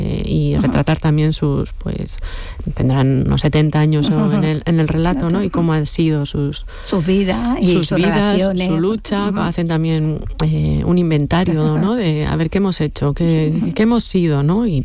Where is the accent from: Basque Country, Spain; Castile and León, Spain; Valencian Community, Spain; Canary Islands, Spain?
Basque Country, Spain; Errenteria; Yo soy de Rentería y allí hicieron grandísimas cosas, ¿no?